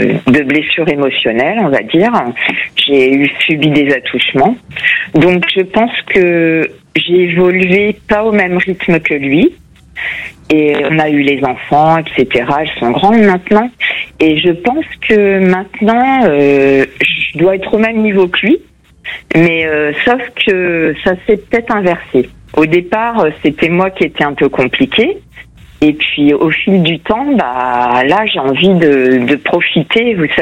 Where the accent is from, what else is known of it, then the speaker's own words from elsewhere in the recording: Portugal; French is a second language; Bah, je crois que moi je suis portugaise, ça doit être moi.